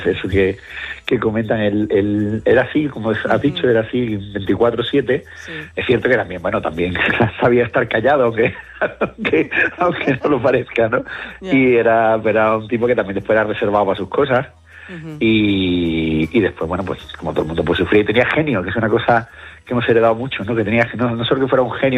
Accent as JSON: {"language": "Spanish", "town": "Cádiz", "region": "Andalusia", "country": "Spain", "tie": "born or raised there", "said": "yo además me crié en Cádiz"}